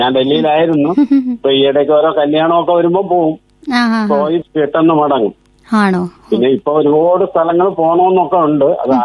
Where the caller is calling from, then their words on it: Kuttichal, Kerala, India; കുട്ടിച്ചൽ.